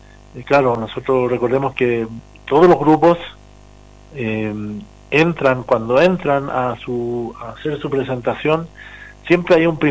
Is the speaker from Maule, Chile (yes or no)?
no; Arica y Parinacota, Chile; en nuestra región de Arica-Parinacota